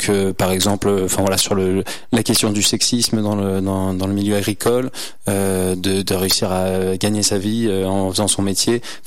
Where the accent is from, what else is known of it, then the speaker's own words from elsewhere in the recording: Monestier-du-Percy, Auvergne-Rhône-Alpes, France; now in Mens, France; Ouais, alors moi j'ai grandi ici, j'ai grandi à Monessier du Percy, puis maintenant sur Mainz.